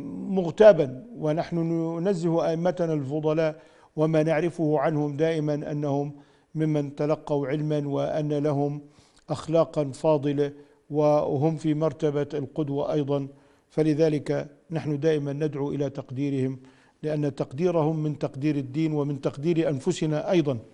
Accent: Jordan; يعني نحن عندنا بالأردن مثلا العباءة هي اللباس الأكمل

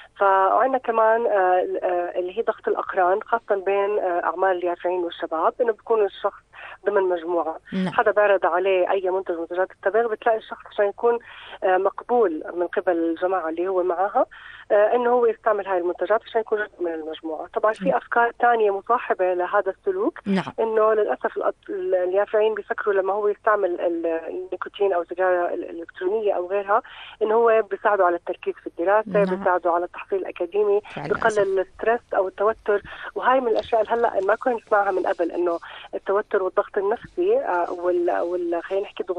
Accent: Jordan; عندنا بالاردن

